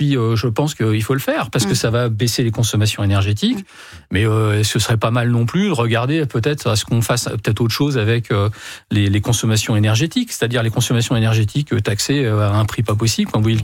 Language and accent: French; Hauts-de-France, France; Moi, je viens de la Somme. La Somme, c'est un département, c'est celui où il y a le plus d'éoliennes en France.